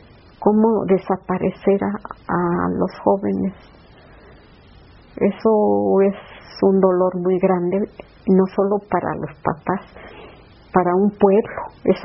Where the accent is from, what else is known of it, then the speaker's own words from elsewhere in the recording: Mexico; Porque amamos nuestro país. Porque somos mexicanos